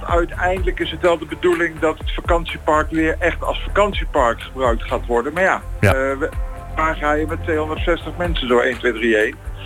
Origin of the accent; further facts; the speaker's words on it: Schiedam, South Holland, Netherlands; born there; Ik ben geboren in Schiedam.